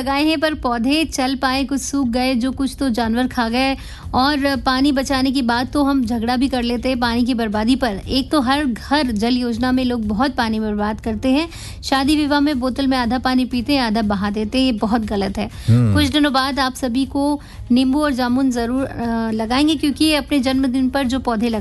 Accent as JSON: {"language": "Hindi", "town": "Rud", "region": "Rajasthan", "country": "India", "said": "राजस्थान के नागौर जिले के रूड गांव को का रहने वाला हूं।"}